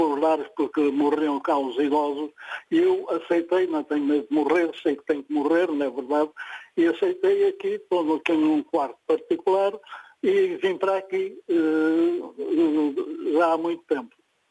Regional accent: Alentejo, Portugal; é lá da minha terra também, que eu sou alentejano.

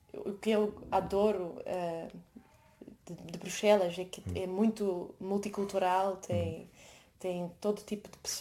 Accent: Mozambique; accent: Mozambican; Eu acho que como eu tenho essa mistura de sotaque moçambicano, e eu não. O meu português é longe de ser perfeito, né?

